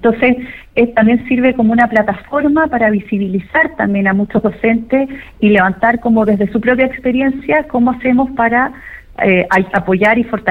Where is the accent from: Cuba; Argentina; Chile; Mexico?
Chile; y como chilenos nos cuesta a veces reconocer que estamos generando logros.